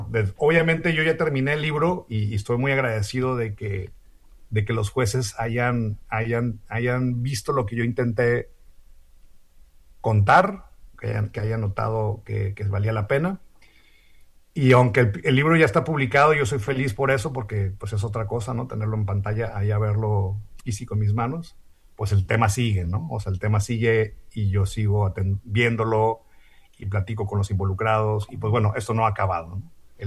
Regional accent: Mexicali, Baja California, Mexico; born there; un conflicto social ambiental de relevancia mundial que estaba en el municipio de Mexicali, donde yo nací.

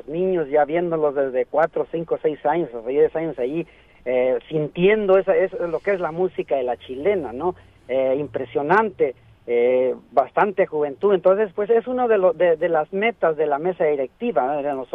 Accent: Oaxaca, Mexico; de sentirnos muy orgullosos como oaxaqueños

